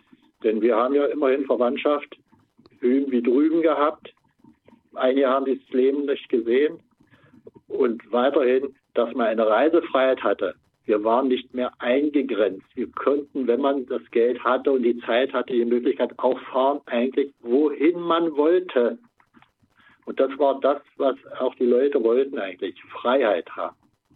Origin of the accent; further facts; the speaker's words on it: Saxony-Anhalt, Germany; Ich bin 75 Jahre und lebe im Jerichower Land, in meinem Heimatdorf und lebe dort eigentlich sehr, sehr gut und gerne. Ich bin hier in dem kleinen Dorf geboren und groß geworden